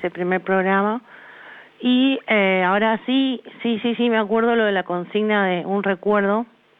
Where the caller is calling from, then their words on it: Buenos Aires, Argentina; Vivo en Villurquiza.